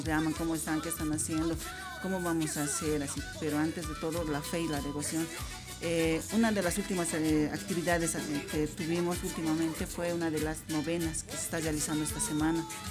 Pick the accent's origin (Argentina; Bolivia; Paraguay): Bolivia; Y como buen boliviano